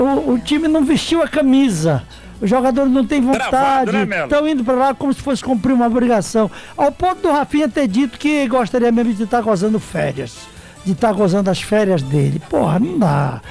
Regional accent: Brazil; Claro que eu sou brasileiro, claro que eu gosto do Brasil.

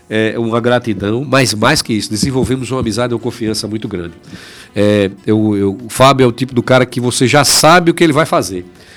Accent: Laranjeiras, Sergipe, Brazil; Eu sou de Laranjeiras. Sou de Laranjeiras.

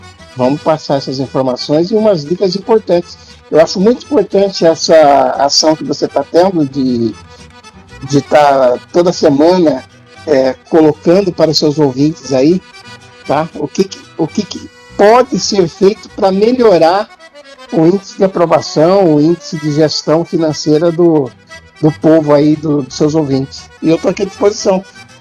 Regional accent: Piracicaba, São Paulo, Brazil; eu sou de Piracicaba, região de Campinas.

